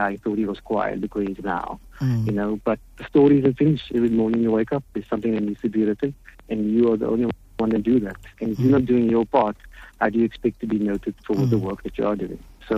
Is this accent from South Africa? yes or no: yes; Cape Town, Western Cape, South Africa; I'm from Athlone, from Thornton Road, I went to Sunnyside Primary. So that is where I grew up. I'm 51 years old, so I understand the dynamics on that area.